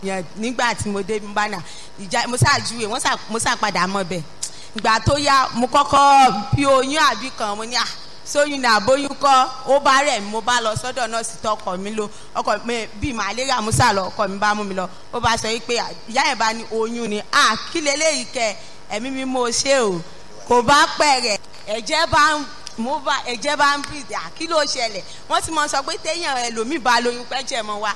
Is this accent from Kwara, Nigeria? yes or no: yes; Ilorin, Kwara, Nigeria; Mo wá láti ìlú Ìlọrin.